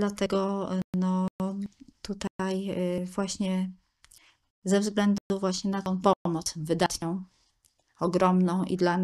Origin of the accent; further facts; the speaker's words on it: Greater Poland Voivodeship, Poland; moved away; gdzie pochodzę z Wielkopolski, więc i tam poszukiwam w różnych miejscach, na wioskach, w miasteczkach, czy w dużych miastach.